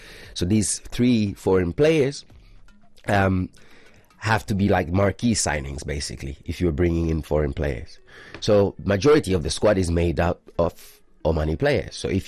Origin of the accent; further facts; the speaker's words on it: Tanzania; So I remember growing up in Tanzania.